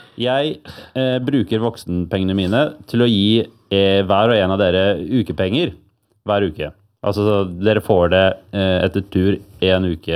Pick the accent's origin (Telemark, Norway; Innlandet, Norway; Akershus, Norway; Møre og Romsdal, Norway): Akershus, Norway; Bærum; Jeg er fra Bærum, så det var kanskje litt snaut, eller?